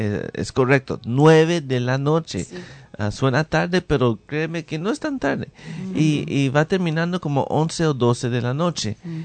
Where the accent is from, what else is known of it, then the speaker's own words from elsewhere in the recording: Venezuela; now in Tennessee, United States; Le dije que soy de Venezuela, pero estoy acá en los Estados Unidos. Y después me preguntó qué estado y le dije Tennessee.